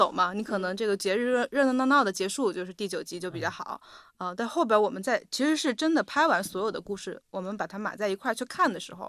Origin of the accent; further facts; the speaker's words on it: China; 我们中国人